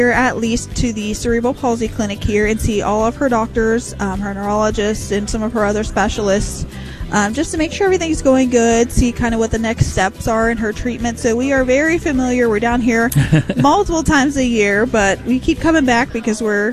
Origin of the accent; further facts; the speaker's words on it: Ohio, United States; we're from Ohio. We're about 3 hours away